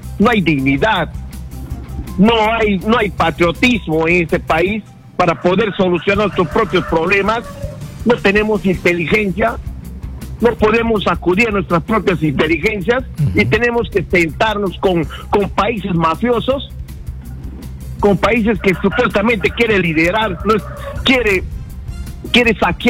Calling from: Iquitos, Loreto, Peru; Te hablo desde Iquitos

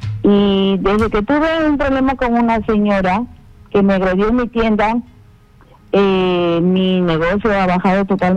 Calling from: Barranca, Lima, Peru; Soy de Barranca.

